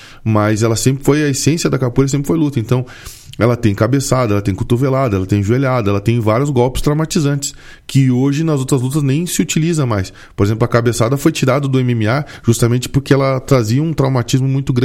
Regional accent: Rio Grande do Sul, Brazil; a gente vem do interior, né, do Rio Grande do Sul

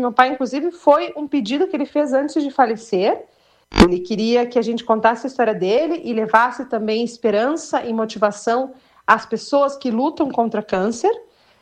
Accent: Vacaria, Rio Grande do Sul, Brazil; moved away; Eu não nasci em Vacaria, mas eu tenho um respeito muito grande pela cidade, porque foi a terra que a minha família escolheu viver. Eu fui criada aí. E a terra que acolheu tanto a família do lado materno quanto paterno.

